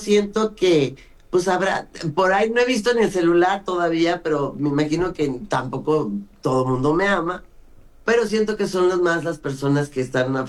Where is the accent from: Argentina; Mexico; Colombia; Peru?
Mexico; Mexico City; also born or lived in Brazil; cuando llegamos de Brasil, que se murió mi papá, nos fuimos a vivir a una vecindad de Clavería, que está al lado de Azcapotzalco, donde hice la preparatoria. Crecí en Popotla